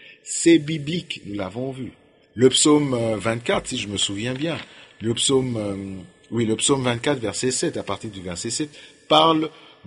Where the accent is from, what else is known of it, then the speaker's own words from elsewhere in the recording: Kinshasa, DR Congo; Bon, chez nous à Kinshasa, les taxis, nous les partageons à plusieurs.